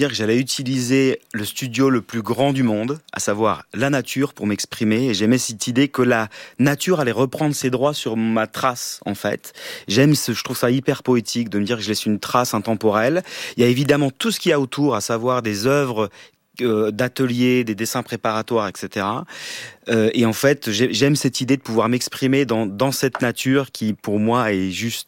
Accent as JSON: {"language": "French", "region": "eastern France", "country": "France", "said": "Je viens d'un petit village de l'Est de la France."}